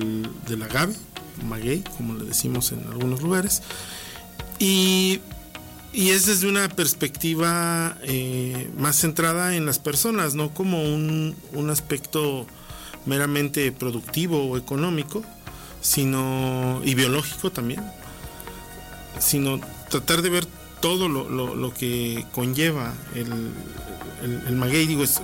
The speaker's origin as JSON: {"language": "Spanish", "region": "Puebla", "country": "Mexico", "tie": "born or raised there", "said": "yo soy originario de Puebla y mi familia, por parte de mi mamá, debería ser como la cuarta generación de tlachiqueros."}